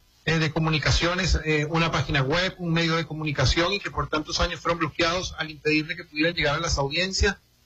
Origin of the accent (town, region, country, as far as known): Venezuela